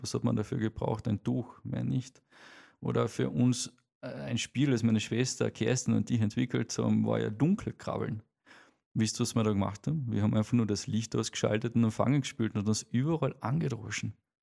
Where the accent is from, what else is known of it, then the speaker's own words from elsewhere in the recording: Carinthia, Austria; born there; also born or lived in Villach / Faaker See; Wir sind in der Zwischenzeit zu unserem Bauernhof ins Geiltal heimgezogen. Das war die beste Kindheit meines Lebens, war der Bauernhof. Und dann hat mein Vater nochmal ein Haus gebaut in Wernberg und da haben wir noch eine restliche Jugend verbracht.